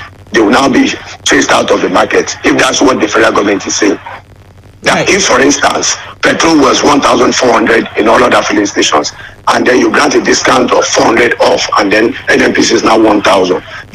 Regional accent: Nigeria; as a Nigerian

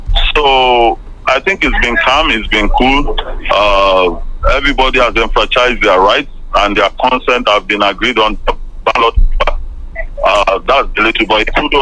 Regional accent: Ekiti, Nigeria; I'm from Eringinio Ekiti. Ekiti State.

